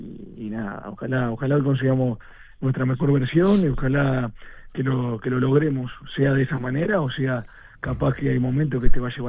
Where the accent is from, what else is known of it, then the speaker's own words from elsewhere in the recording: Uruguay; moved away; nosotros somos uruguayos y nos gusta la motivación